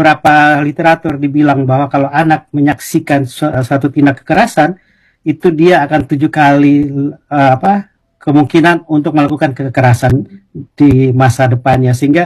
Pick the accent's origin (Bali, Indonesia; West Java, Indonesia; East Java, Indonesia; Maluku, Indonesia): East Java, Indonesia; Surabaya; Pokoknya kampung saya Surabaya lah.